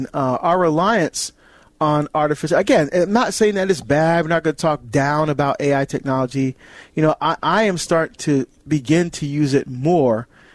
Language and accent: English; New Jersey, United States; Frank is calling from my home state of New Jersey, listening on the EWTN app.